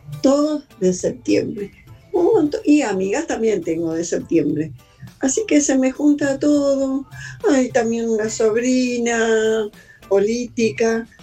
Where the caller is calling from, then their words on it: Lomas del Mirador, Buenos Aires Province, Argentina; de Lomas del Mirador.